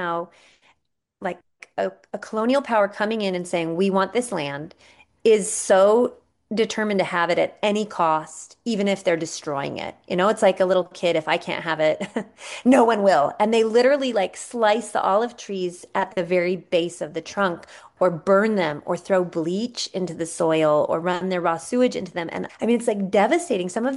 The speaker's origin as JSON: {"language": "English", "country": "United States", "moved": "yes", "said": "as an American"}